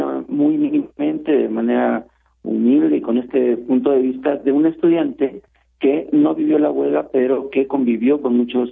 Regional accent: Valle de Chalco, State of Mexico, Mexico; en mi barrio, que yo vivo en Valle de Chalco, de ahí soy, y viví ahí durante el movimiento estudiantil

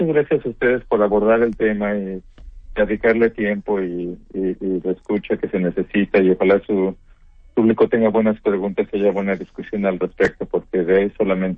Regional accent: Mexico; moved away; yo soy un hijo, yo soy niño mexicano, muy orgulloso de haber crecido ahí

